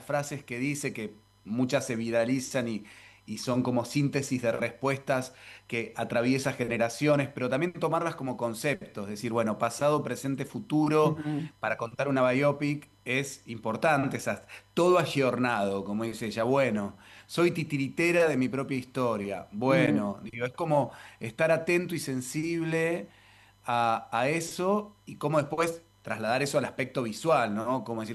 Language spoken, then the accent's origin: Spanish; Carmen de Patagones, Buenos Aires Province, Argentina; moved away; de allá de mi pueblo, de Carmen de Patagones